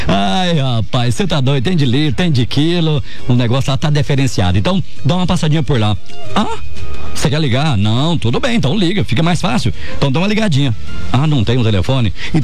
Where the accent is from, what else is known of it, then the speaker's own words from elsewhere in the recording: Mato Grosso, Brazil; não somos paulistas, rapaz. Nós somos, né? Somos mato-grossenses.